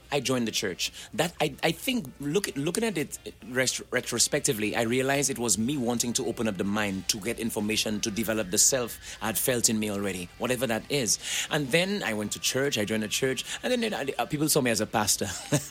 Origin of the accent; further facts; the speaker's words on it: Castries, St. Lucia; born there; The beauty of St. Lucia, where I was born. You know, I was born on the Mon, you know, next to Government House area.